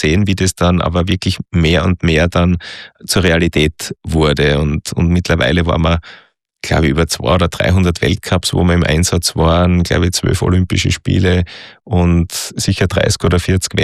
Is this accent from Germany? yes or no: no; Austria; großer Krieg, also bei uns in Österreich, vor allem zwischen die zwei Verbände.